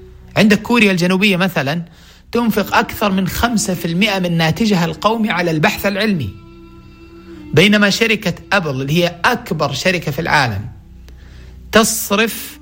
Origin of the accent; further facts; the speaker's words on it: Saudi Arabia; عندنا في السعودية الحمد لله هناك جهة وطنية تعنى بهذا المسار